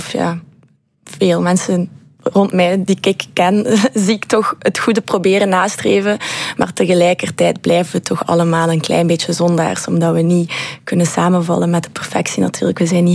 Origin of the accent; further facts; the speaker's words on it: Ghent, Flanders, Belgium; En ik kom van Gent, zoals je kan horen. Dus ik ben er mee opgegroeid, ja.